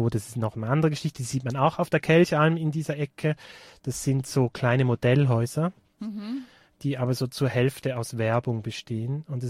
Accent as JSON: {"language": "German", "town": "Altstätten", "region": "St. Gallen", "country": "Switzerland", "tie": "born or raised there", "also_born_or_lived": "Zurich", "moved": "as an adult", "said": "ich bin in Altstetten aufgewachsen, das ist eine kleine Stadt im St. Galler Rheintal, erzkonservativ, also mindestens so konservativ wie Tirol."}